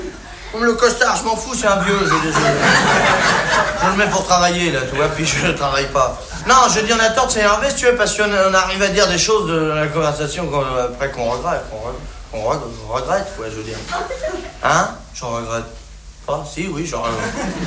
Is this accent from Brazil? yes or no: no; France